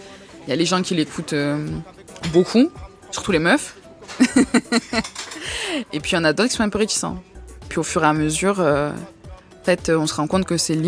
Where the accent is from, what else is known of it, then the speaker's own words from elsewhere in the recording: Marseille, Provence-Alpes-Côte d'Azur, France; accent: strong Marseille accent; moi déjà de base en tant que Marseillaise on se prenait un mépris